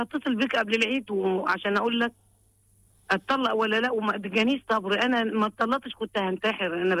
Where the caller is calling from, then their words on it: Upper Egypt, Egypt; accent: Sa'idi; انا صعيدة.